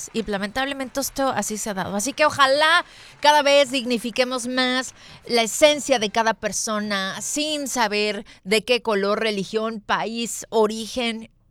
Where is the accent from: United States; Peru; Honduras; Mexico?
Mexico; Mexico City; A ver, pero yo soy de Ciudad de México y yo sí le pongo el limoncito a la cochinita, lo siento.